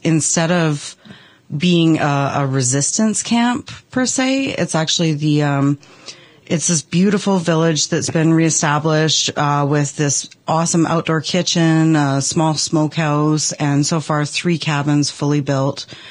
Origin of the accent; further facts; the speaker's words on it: British Columbia, Canada; I'm Wet'suwet'en. I'm from Gidimden Clan and Kasiak House, which is Grizzly House.